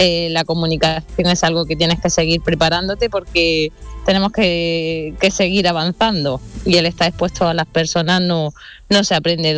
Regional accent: Granada, Andalusia, Spain; also born or lived in Cádiz; Anteriormente estaba en Cádiz, soy de Granada.

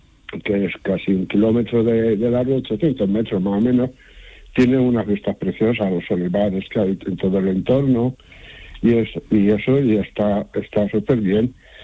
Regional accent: Madrid, Community of Madrid, Spain; also born or lived in Scotland; now in Priego de Córdoba, Spain; Yo soy natural de Madrid y mi mujer es de Escocia.

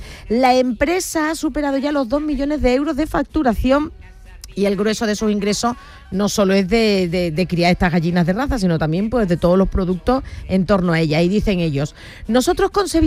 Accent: San Fernando, Andalusia, Spain; Soy de San Fernando, la sal.

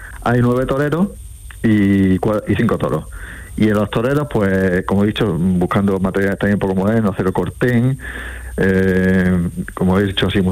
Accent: Granada, Andalusia, Spain; yo soy de Granada, licenciado en Bellas Artes, y actualmente soy profesor de dibujo.

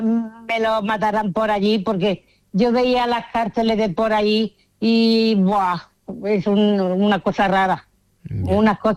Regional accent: Seville, Andalusia, Spain; born there; moved away as an adult; now in L'Ampolla area, Tarragona, Spain; yo nací en Sevilla.

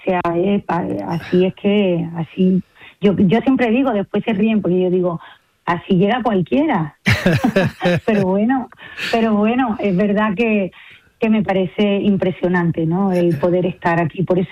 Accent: Andalusia, Spain; los tres somos andaluces y los tres es que nos emocionábamos

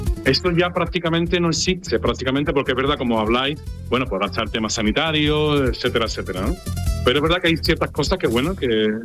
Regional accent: Almería, Andalusia, Spain; como decíamos en mi tierra, el guarro, nos juntábamos varias familias. Hablo del tema de Almería, ¿no? Que es de mi familia

